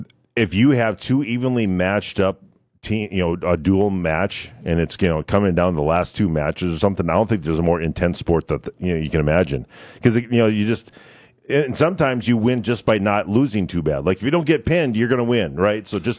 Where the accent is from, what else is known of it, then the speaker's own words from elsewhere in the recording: Barnesville, United States; A lot of people have moved into my hometown of Barnesville, right? A lot of new young couples from all over.